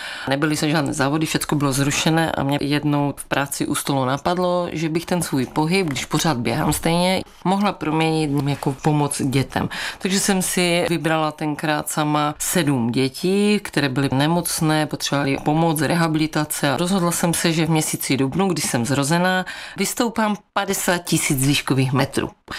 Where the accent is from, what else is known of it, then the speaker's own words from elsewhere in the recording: Ostrava, Moravian-Silesian Region, Czechia; born there; Narodila jsem se v Ostravě.